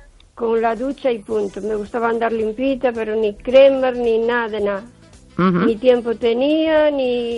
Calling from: O Carballiño, Galicia, Spain; Buenas noches. … de Carballiño.

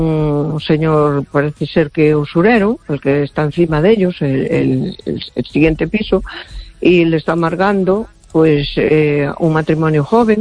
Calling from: A Coruña, Galicia, Spain; de Coruña.

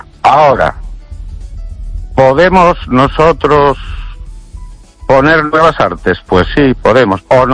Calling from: Ourense, Galicia, Spain; Buenas noches, estéreo oyente … de Orense.

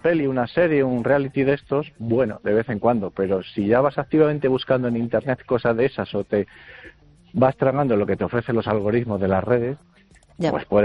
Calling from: Vigo, Galicia, Spain

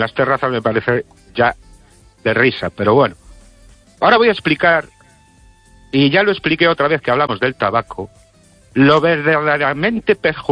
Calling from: Ourense, Galicia, Spain; de Orense.

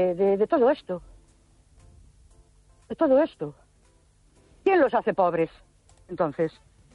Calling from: Ourense, Galicia, Spain; soy … de Orense

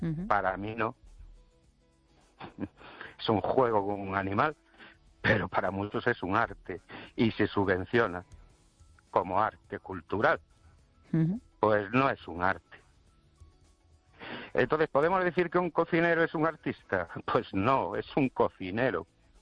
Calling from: Ourense, Galicia, Spain

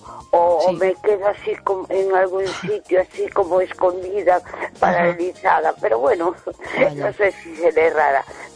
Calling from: A Coruña, Galicia, Spain; buenas, de Coruña.

